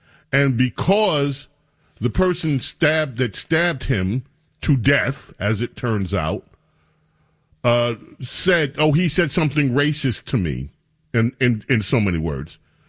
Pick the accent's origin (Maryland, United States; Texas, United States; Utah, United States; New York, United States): New York, United States; New York City; I'm from Queens. I'm from the place that this guy represents.